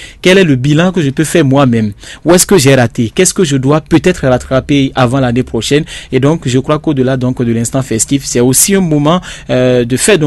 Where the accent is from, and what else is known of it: Benin